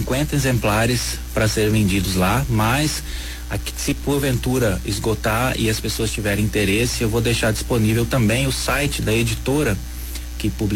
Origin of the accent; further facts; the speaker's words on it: Três Corações, Minas Gerais, Brazil; now in United States; Três Corações, né? Que é a terra onde eu nasci, a terra onde eu me criei, depois fui embora já tem muitos anos.